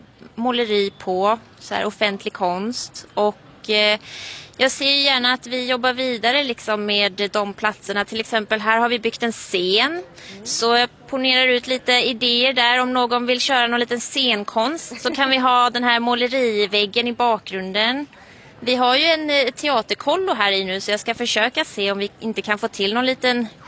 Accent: Stockholm, Stockholm County, Sweden; moved away as an adult; also born or lived in Malmö; när jag var ung i Stockholm så saknades lite de här platserna och jag flyttade till Malmö när jag fyllde 18. Så jag har varit i Malmö i 15 år. Så nu när jag flyttade tillbaka för ett par år sedan

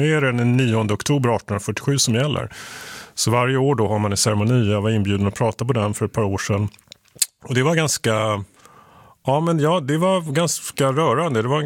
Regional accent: Sweden; Men det är ändå, som svensk så kommer man dit så blir man lite så här, men jag var förvånad första gången jag kom dit faktiskt.

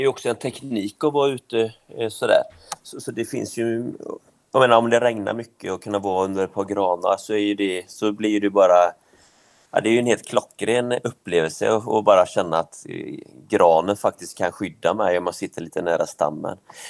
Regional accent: Västra Götaland County, Sweden; moved away; Jag är ju född på en utanför Göteborg.

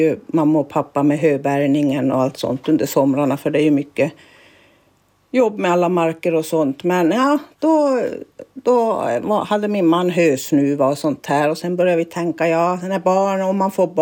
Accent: Kassa, Norrbotten County, Sweden; born there; also born or lived in Kiruna / Pajala; de skulle bli mjölkbönder i pappas föräldrahem då här i Kassa. Och jag var 11 år när vi flyttade hit och det var bra. Och det var lugnt och mycket djur och sånt här, så att jag valde och då börja skolan i Pajala.

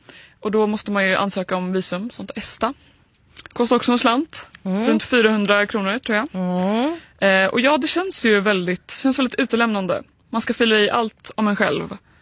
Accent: Sweden; Och jag har fått känslan av att som svensk så generellt så går det fort.

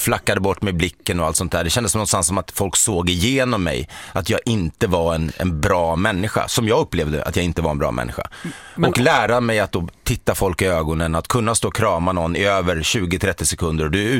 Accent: Sweden; also born or lived in Botkyrka, Stockholm County; vi är gamla svenskar sådär.

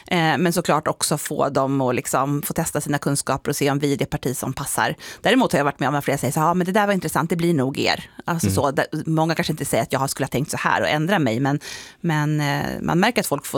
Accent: Nacka, Stockholm County, Sweden; moved away; Utifrån Nacka Värmdö där jag kommer ifrån i Stockholm.

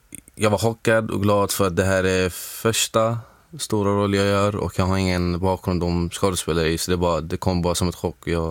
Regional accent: Syria; also born or lived in Egypt; now in Sweden; mitt hemland i Syrien.

